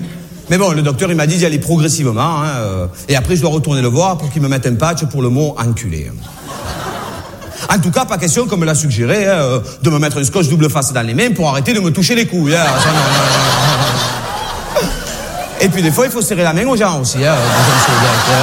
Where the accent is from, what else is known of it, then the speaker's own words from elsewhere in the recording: Hazebrouck, Hauts-de-France, France; born there; je suis né à Lille. Enfin, un petit patelin juste à côté, quoi. Ça s'appelle Hazebrouck.